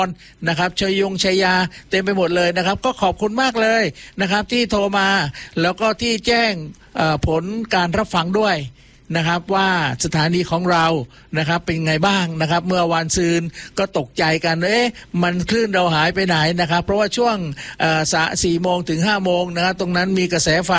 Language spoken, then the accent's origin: Thai; Ko Samui, Surat Thani, Thailand; เพราะผมเป็นคนเกาะสมุย